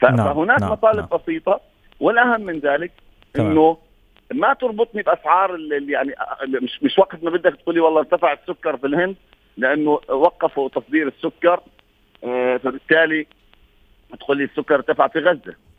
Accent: Palestine; إحنا نرفض كفلسطينيين

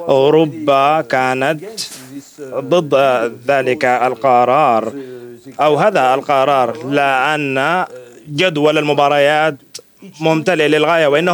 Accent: Tunisia; born there; أنا ولدت في أفريقيا، أنا ولدت في تونس،

